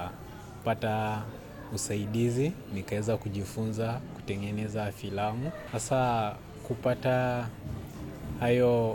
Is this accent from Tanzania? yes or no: no; Kibera, Nairobi, Kenya; Nimelelewa Kibra, Nairobi.